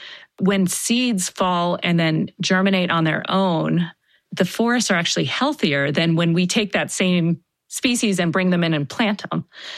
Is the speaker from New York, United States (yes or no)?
no; Baltimore, Maryland, United States